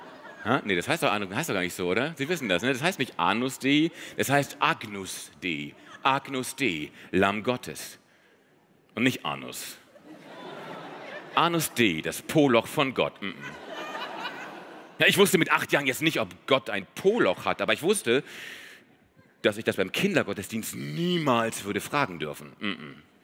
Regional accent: Hanover, Lower Saxony, Germany; Ich würde Ihnen einfach total gerne ein paar Fotos zeigen aus meiner Kindheit in Hannover.

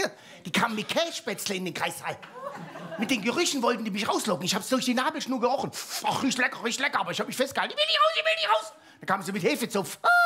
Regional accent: Italy; now in Germany; Eine Sekunde bin ich Italiener, eine Sekunde bin ich Deutscher.

